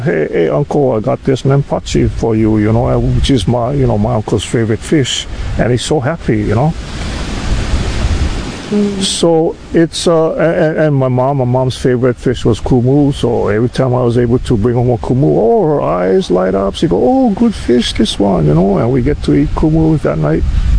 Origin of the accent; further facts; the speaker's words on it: Honolulu, Hawaii, United States; You know, I grew up in Kalihi. I'm pretty much a city boy.